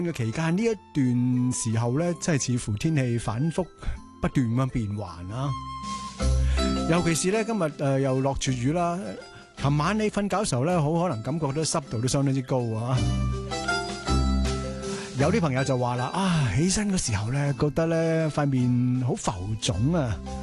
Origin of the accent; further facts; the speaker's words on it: Hong Kong; 我哋香港人